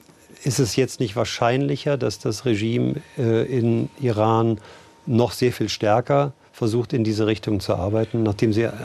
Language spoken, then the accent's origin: German; Germany; als Deutsche